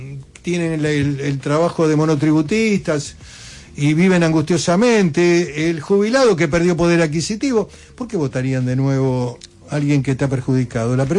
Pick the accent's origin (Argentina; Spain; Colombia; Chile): Argentina; Patagonia; Yo conozco la región, soy un hombre de la Patagonia